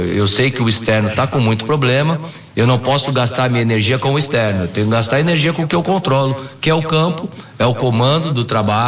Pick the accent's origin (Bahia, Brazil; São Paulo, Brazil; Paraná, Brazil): São Paulo, Brazil; sou de São Paulo